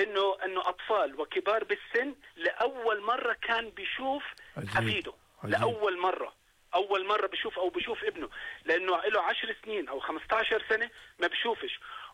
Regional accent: Jordan; عندنا في الاردن

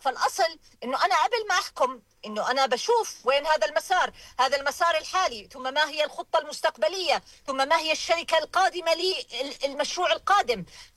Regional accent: Jordan; أنا كمواطن أردني

